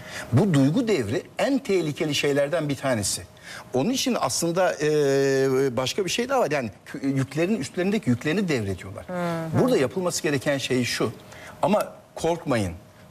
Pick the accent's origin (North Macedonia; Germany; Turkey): Turkey; Rize; Ben Rize.